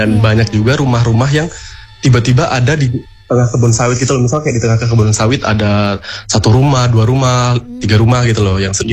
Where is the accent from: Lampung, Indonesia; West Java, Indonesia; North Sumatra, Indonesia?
Lampung, Indonesia; Way Kanan; born there; pas gue zaman SMA di Waikanan.